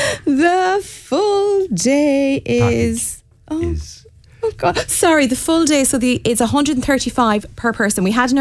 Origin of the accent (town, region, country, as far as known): Bohola, County Mayo, Ireland